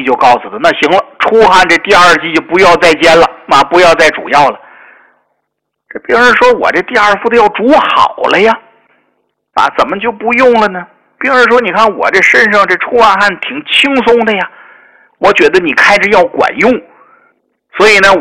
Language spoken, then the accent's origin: Chinese; China